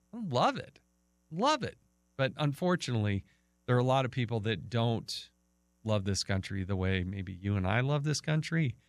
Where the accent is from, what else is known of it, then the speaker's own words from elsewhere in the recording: Utah, United States; my home state of Uta